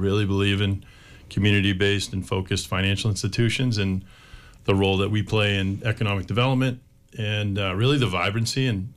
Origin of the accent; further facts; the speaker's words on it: Lowell, Massachusetts, United States; I grew up in Lowell, and that's a community that I'm very involved in.